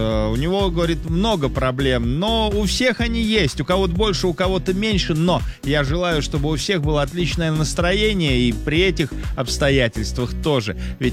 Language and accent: Russian; Yudino, Russia; Я из Юдина, Новомосковского района.